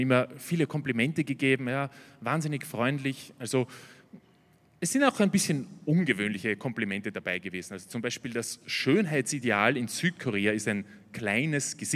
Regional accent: Austria; Ich habe in Wien Koreawissenschaften studiert, Koreanologie, ja, also ich als Österreicher

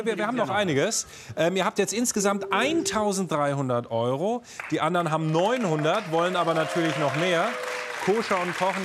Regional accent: Kurpfalz, Germany; Ich bin in der Kurpfalz aufgewachsen.

